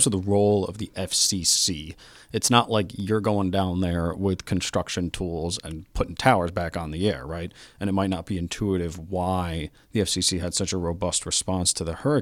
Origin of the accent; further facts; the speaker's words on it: New York City, New York, United States; I'm from New York City, of course, huge Puerto Rican population there, so it makes sense that they would want to chip in.